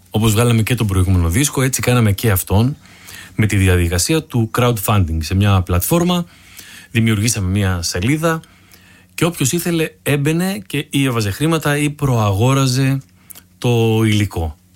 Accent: Igoumenitsa, Epirus, Greece; Συνειδητοποίησα την καταγωγή μου, επειδή είμαι από την Ιγουμενίτσα. Τα μισά που έλεγαν τα καταλάβαινα, γιατί μιλάνε αρβανίτικα. Μιλούσαν αρβανίτικα πιο παλιά στην Οικουμενίτσα.

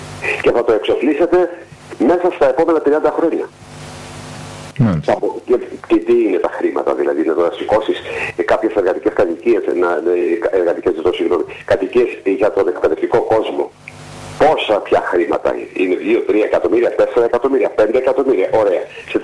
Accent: Serres, Central Macedonia, Greece; Γιατί εμένα να με φέρνει από τις Σέρες στην Άξο, από τη στιγμή που στο χωριό μου πηγαίνει κάποιον άλλον

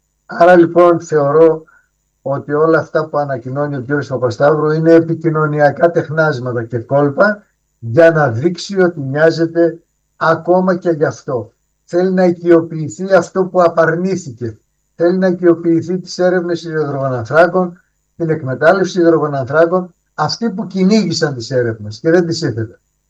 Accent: Greece; εμάς σαν Έλληνες φορολογούμενοι

